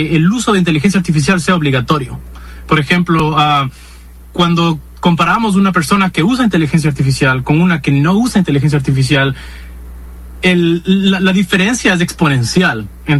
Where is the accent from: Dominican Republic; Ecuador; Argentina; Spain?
Ecuador; moved away; Yo salí de Ecuador en 2020 y lamentablemente no he regresado y tampoco conozco mucho de cómo están las cosas